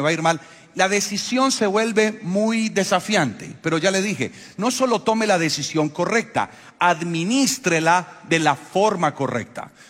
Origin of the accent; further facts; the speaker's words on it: Colombia; los hombres de Colombia somos